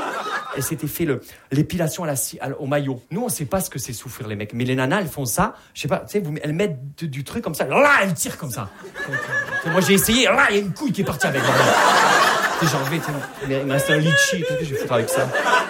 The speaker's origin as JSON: {"language": "French", "town": "Perpignan", "region": "Occitanie", "country": "France"}